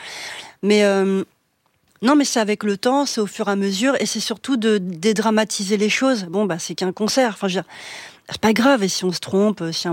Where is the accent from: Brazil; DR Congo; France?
France; Villemomble, Île-de-France; also born or lived in Noisy-le-Sec; En fait, je suis née à Noisy-le-Sec, mais je n'y ai pas vécu du tout. Moi, j'ai vécu à Villemomble.